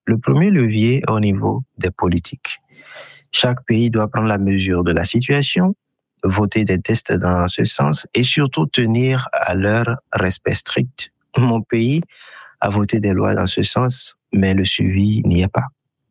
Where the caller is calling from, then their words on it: Abomey-Calavi, Atlantique, Benin; j'appelle de Abomey-Calavi au Bénin.